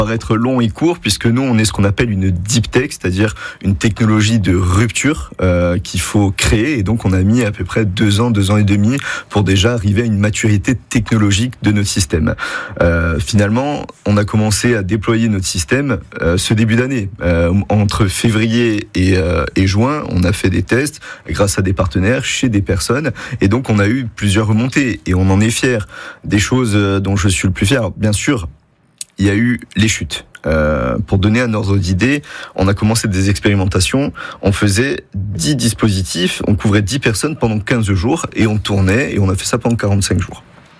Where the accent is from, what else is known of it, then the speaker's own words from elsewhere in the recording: Ajaccio, Corsica, France; je rentre chez moi, à Ajaccio